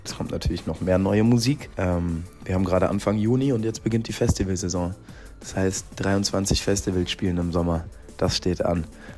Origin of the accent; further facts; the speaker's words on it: Frankfurt am Main, Hesse, Germany; moved away as an adult; now in Freiburg, Germany; Ich komme aus Frankfurt am Main, wohne aber seit ein paar Jahren in Freiburg, bin da eigentlich zum Studieren hingezogen.